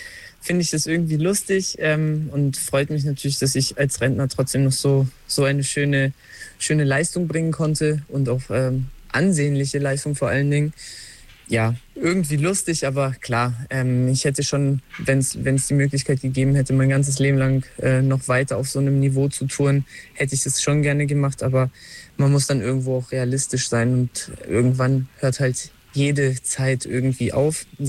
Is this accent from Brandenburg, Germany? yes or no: no; Hanover, Lower Saxony, Germany; Ich war schon immer extrem stolz darauf, Hannoveraner zu sein